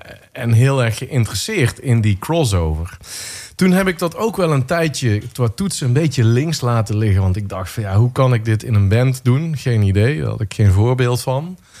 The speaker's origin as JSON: {"language": "Dutch", "region": "North Brabant", "country": "Netherlands", "said": "ik kom uit Brabant en daar draait iedereen ook wel"}